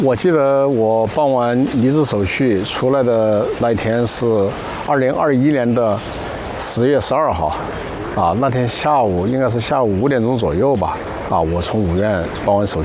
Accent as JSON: {"language": "Chinese", "region": "Chongqing", "country": "China", "tie": "born or raised there", "moved": "yes", "said": "我老家是在重庆嘛"}